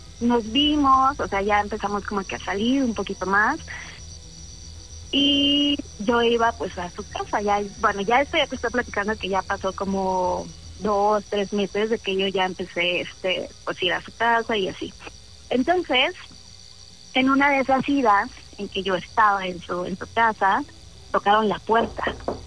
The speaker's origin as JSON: {"language": "Spanish", "region": "Mexico City", "country": "Mexico", "said": "Tengo 27 años, de la Ciudad de México."}